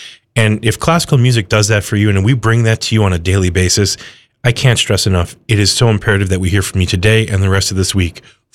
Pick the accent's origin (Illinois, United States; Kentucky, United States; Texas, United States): Illinois, United States; now in Oklahoma City, United States; I grew up right outside Chicago, and that's a hub